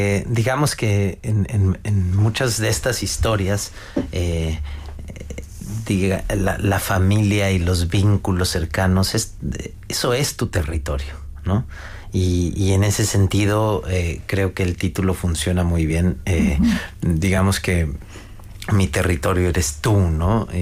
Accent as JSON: {"language": "Spanish", "country": "Mexico", "moved": "yes", "said": "yo vengo de un país que donde han migrado millones."}